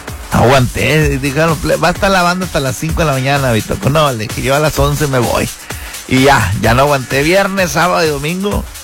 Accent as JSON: {"language": "Spanish", "town": "Culiacán", "region": "Sinaloa", "country": "Mexico", "said": "No soy de la Cruz de Mota, no soy de la Cruz de Lota, yo soy de Culiacán. La ranchería, nosotros aún está en los límites de Culiacán."}